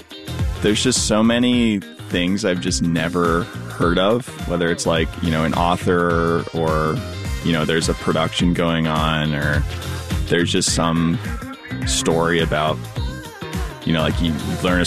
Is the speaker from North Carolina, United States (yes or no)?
yes; Chapel Hill, North Carolina, United States; from Chapel Hill